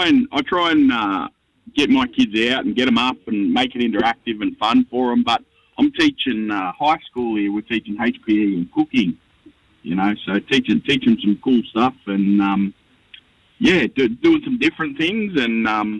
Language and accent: English; New South Wales, Australia; Mate, I am a proud Wiradjuri Darug fella from down New South Wales. Go the Blues. And I grew up there on Ngunnawal country, so down on Ngunnawal and Ambury country down there.